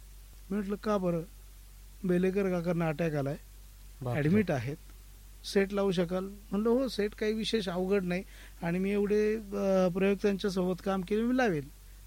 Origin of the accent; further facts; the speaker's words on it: Wadzire, Maharashtra, India; also born or lived in Mumbai; now in Ahmednagar, India; parallelly मी मूळचा पारनेर तालुक्यातला वडझिरे गावचा, माझ्या शेजारचं गाव देवी भैरे